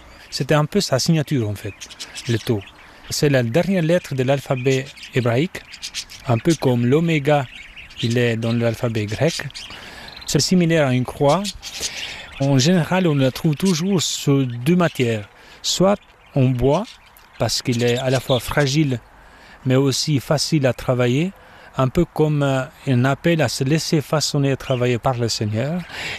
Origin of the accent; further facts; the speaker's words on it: Albania; moved away; Moi, je viens de l'Albanie, dans le pays d'un autre oiseau, c'est-à-dire l'aigle. Effectivement, alors, moi, je suis né en 1982